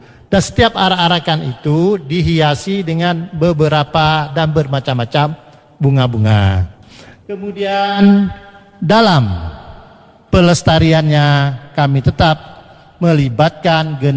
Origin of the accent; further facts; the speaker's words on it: Riau Islands, Indonesia; di kampung kami Serasan